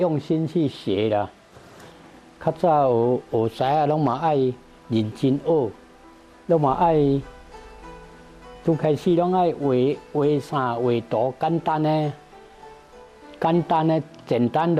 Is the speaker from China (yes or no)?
no; Taiwan; accent: Taiwanese Mandarin; 我说台湾国语啦。台湾国语啦。国语不标准啦。